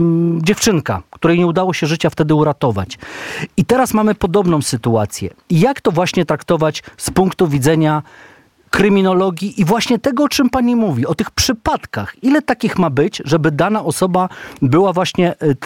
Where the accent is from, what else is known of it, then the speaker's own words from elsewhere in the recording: Kamienna Góra, Lower Silesian Voivodeship, Poland; Ja pochodzę z Kamiennej Góry